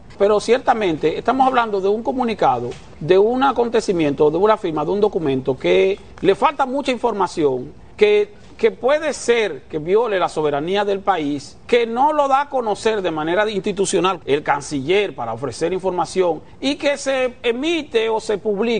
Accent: Dominican Republic

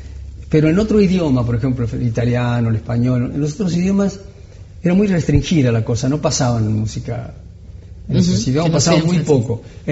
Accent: Cruz del Eje, Córdoba, Argentina; moved away; also born or lived in Buenos Aires / Spain; vine a Cruz del Eje para visitar a mis padres, a mi familia.

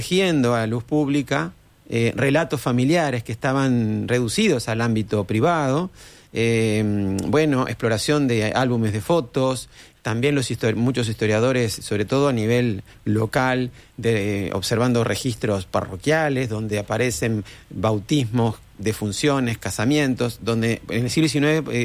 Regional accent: Las Piedras, Canelones, Uruguay; Parece que venimos de migrantes de las Islas Canarias, casados todos entre parientes, agricultores. En mi caso, zona rural del Colorado, en las afueras de Las Piedras, en el departamento de Canelones.

